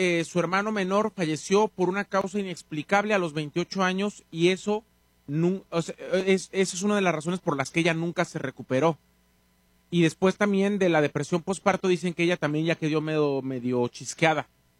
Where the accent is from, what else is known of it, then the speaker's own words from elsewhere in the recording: Mexico; Ay, así somos los mexicanos cuando van los gabachos a México.